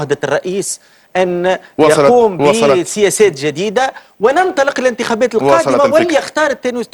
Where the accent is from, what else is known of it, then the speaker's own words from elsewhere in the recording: Tunisia; ببساطة كتونسي